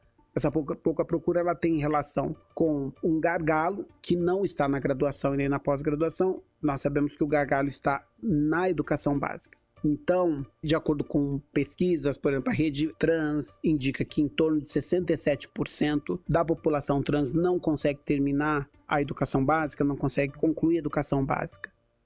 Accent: Osasco, São Paulo, Brazil; born there; now in Rio de Janeiro, Brazil; Sou paulista, nascida em Osasco, São Paulo. Venho de uma família periférica, né, nordestina, né, e pobre, uma família humilde.

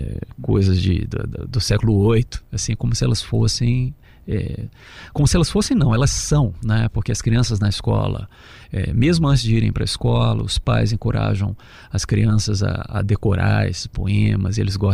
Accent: Brazil; Eu cresci no Brasil

